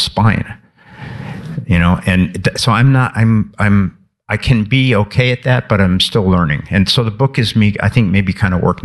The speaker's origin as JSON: {"language": "English", "town": "Chicago", "region": "Illinois", "country": "United States", "tie": "born or raised there"}